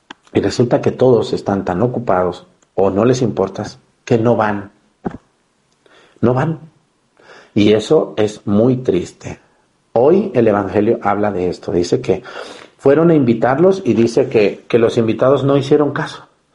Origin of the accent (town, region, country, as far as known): Mexticacán, Jalisco, Mexico; born there